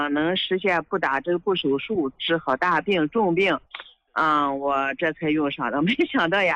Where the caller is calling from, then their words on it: Baoji, Shaanxi, China; 啊，我是陕西宝鸡的。